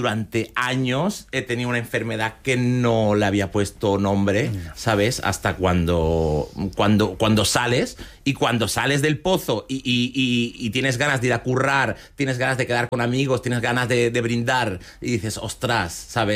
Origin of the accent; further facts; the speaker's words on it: Balearic Islands, Spain; now in Mairena del Aljarafe, Spain; irnos a Sevilla para que tuviese una vida como más tranquila en Mairena del Aljarafe, que se parecía más a mi adolescencia que tuve en Menorca.